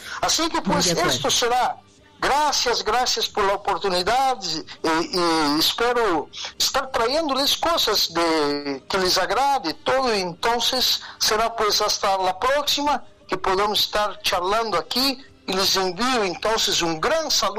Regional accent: Brazil; Spanish is a second language; Yo realmente me quiero mucho, me considero mitad boliviano, como ya te dije, y es pues un honor, un placer, una alegría enorme estar hablándoles y trayéndoles esa visión brasileña del otro lado, aquí de la frontera, ¿no?

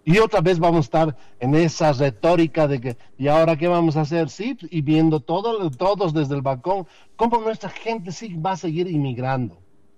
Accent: Potosí, Bolivia; es mi pueblo. Potosí

